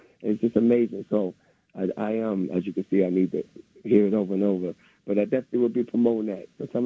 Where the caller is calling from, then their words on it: New York City, New York, United States; from Harlem.